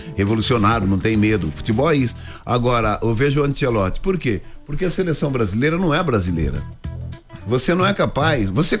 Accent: Brazil; brasileiro que sou

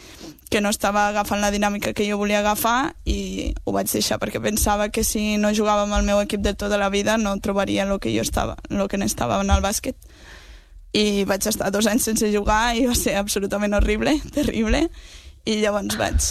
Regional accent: Lleida, Catalonia, Spain; moved away as an adult; now in Barcelona, Spain; em vaig mudar aquí a Barcelona per fer la carrera, jo també sóc de Lleida

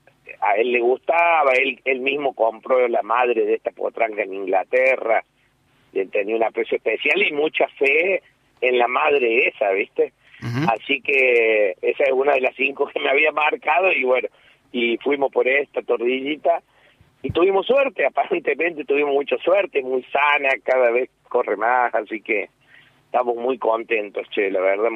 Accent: Calchín, Córdoba, Argentina; now in Córdoba, Argentina; somos un pueblito muy chiquito, Calchín.

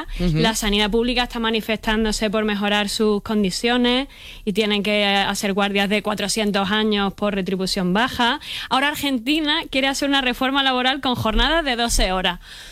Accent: Málaga, Andalusia, Spain; Soy de Málaga.

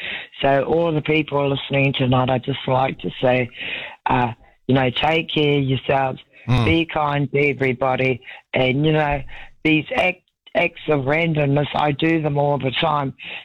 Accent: Gisborne, New Zealand; also born or lived in East Coast; now in Lower Hutt, New Zealand; when I was a young child growing up in Gisborne, we moved from the coast

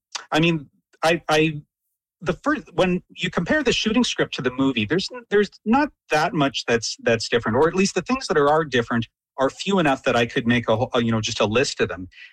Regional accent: Nelson, British Columbia, Canada; born there; I remember being 10 years old and watching it in the Civic Theater in Nelson

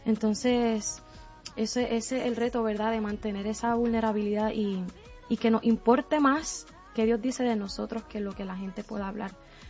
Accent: Puerto Rico; now in Florida, United States; yo ahora mismo me encuentro en la Florida. Yo soy puertorriqueña

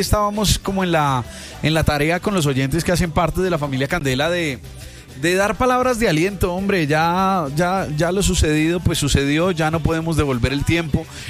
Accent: Colombia; porque todos somos colombianos

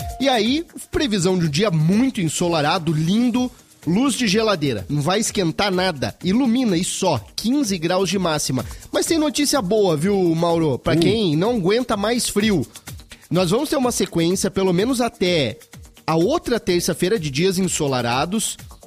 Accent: Curitiba, Paraná, Brazil; born there; Eu nasci aqui mesmo

